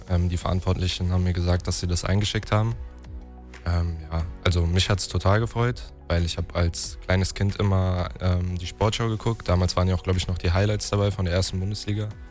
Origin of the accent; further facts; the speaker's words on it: Neuss, North Rhine-Westphalia, Germany; moved away as an adult; now in Bonn, Germany; Aus Neuss, neben Düsseldorf.